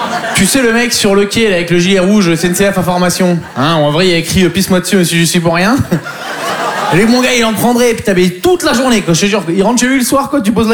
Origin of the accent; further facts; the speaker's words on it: Poitiers, Nouvelle-Aquitaine, France; Mais bon, en plus, je viens de Poitiers, donc il faut s'occuper.